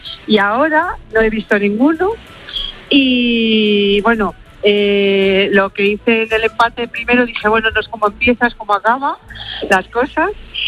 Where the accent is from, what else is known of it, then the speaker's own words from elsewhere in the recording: Valladolid, Castile and León, Spain; somos de Valladolid, toda la pandilla a la Plaza Mayor de Valladolid